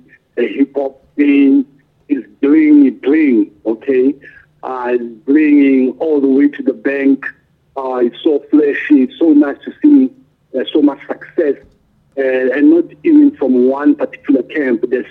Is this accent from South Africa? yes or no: yes; South Africa; Growing up in South Africa, man, will humble you.